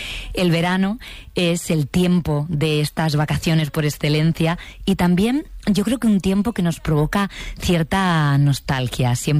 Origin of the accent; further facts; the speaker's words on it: Cartagena, Region of Murcia, Spain; born there; Yo nací en Cartagena, ya lo sabes. Yo, las playas sí. De mi infancia son las de La Manga, del Mar Menor, Cabo de Palos.